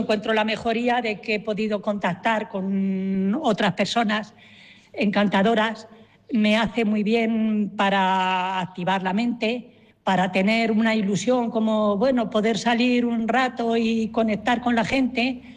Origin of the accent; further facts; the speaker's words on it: Villora, Castilla-La Mancha, Spain; mi pueblo, que es Villora.